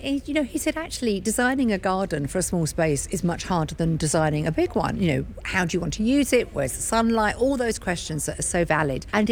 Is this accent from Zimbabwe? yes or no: no; Kent, South East England, United Kingdom; I come from Kent